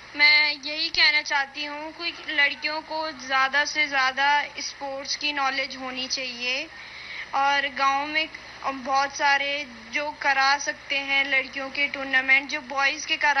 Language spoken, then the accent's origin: Hindi; Pauri district, Uttarakhand, India; मैं पौड़ी डिस्ट्रिक्ट से हूँ। मेरे गांव का नाम मरगांव है जो कि खिरसू ब्लॉक में आता है।